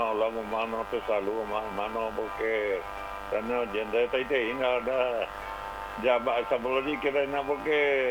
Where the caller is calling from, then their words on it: Mariano Roque Alonso, Central, Paraguay; en Roque Alonso estoy llamando